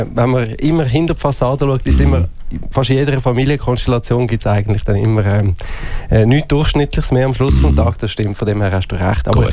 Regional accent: Zurich, Switzerland; born there; Ich bin Zürcher, bin in Zürich aufgewachsen und dann in früheren Jahren ist Zürich-Oberland gezogen.

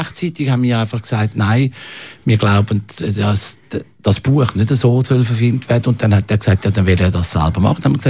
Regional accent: Zurich, Switzerland; bin in Zürich geboren, bin in Zürich in die Schule gegangen

